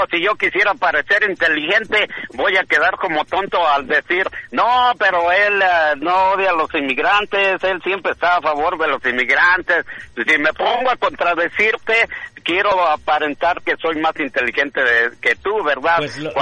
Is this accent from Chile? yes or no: no; Acámbaro, Guanajuato, Mexico; moved away; de mi pueblo, Acámbaro, Guanajuato